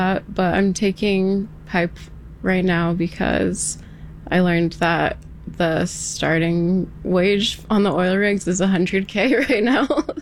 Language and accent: English; West Coast, United States